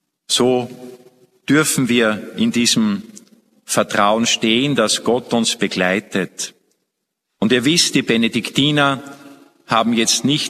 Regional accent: Austria; bei uns in Österreich so viel geschenkt ist, auch bei uns hier in unserer Region

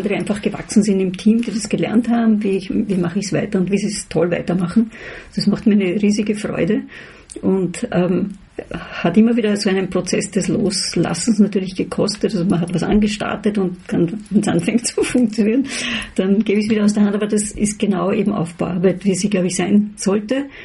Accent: Vienna, Austria; ich bin Wienerin und bin in Wien zu Hause und dort ist also absolut mein Lebensmittelpunkt immer gewesen und ist es auch weiterhin.

